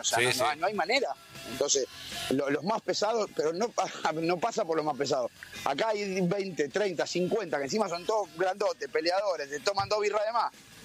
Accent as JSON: {"language": "Spanish", "country": "Argentina", "said": "así acá, viste cómo somos los argentinos, que se juntan todos."}